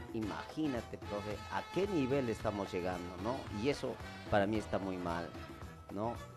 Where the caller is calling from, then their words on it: Peru